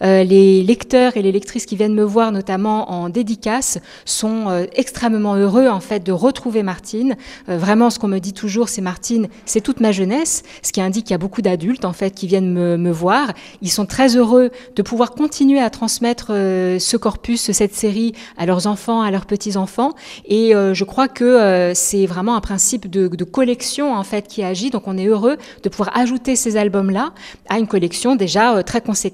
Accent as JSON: {"language": "French", "country": "France", "tie": "born there", "said": "Moi, je ne suis pas belge, je suis née en France."}